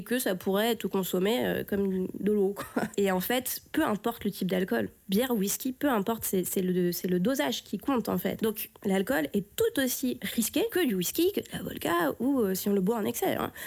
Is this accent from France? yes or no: yes; France; now in Belgium; moi, je suis arrivée en Belgique il y a plus de 10 ans. Je suis française.